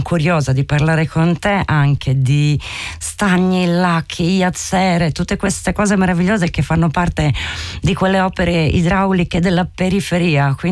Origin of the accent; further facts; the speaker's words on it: Buje, Istria County, Croatia; Io sono di Buia d'Istria